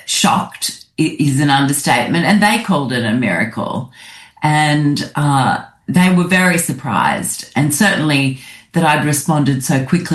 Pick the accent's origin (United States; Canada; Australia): Australia; I really thought of myself as Australian first and Jewish, not even a close second. So my Jewish background was very limited.